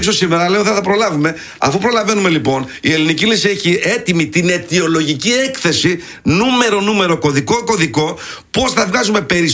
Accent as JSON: {"language": "Greek", "country": "Germany", "tie": "born or raised there", "said": "γιατί εγώ μεγάλωσα στη Γερμανία, γνωρίζω τη Γερμανία αρκετά καλά, εν πάση περιπτώσει."}